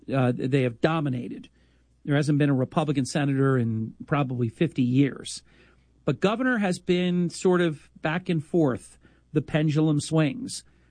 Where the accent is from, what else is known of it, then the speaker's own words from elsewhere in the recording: New Jersey, United States; the thousands of non-citizens that are eligible to vote in my home state of New Jersey.